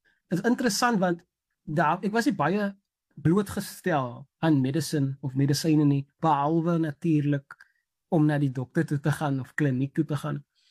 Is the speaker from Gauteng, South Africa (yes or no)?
no; Macassar, Western Cape, South Africa; is 'n laity, soos ek nou sal noem, van Makassar en groot geword, skool gegaan, Oklahoma primêr en dan hoërskool, Makassar hoër.